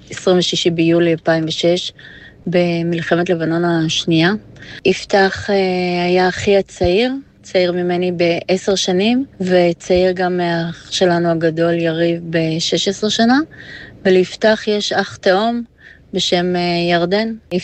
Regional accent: Haifa, Haifa District, Israel; אנחנו חיפאים

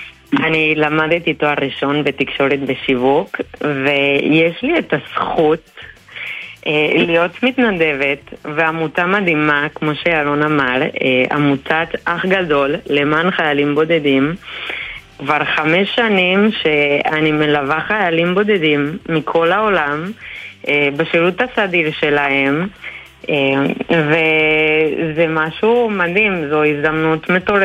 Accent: Mexico; Hebrew is a second language; now in Israel; ואני עליתי לארץ ממקסיקו לפני 10 שנים.

